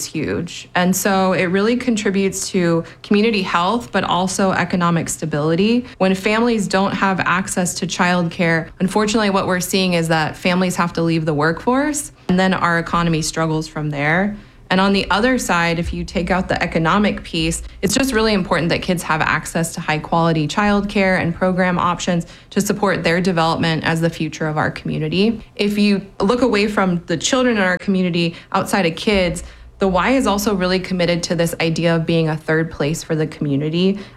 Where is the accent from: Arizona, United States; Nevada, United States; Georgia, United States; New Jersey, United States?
Nevada, United States; Las Vegas; So I'm actually a Las Vegas native, born and raised.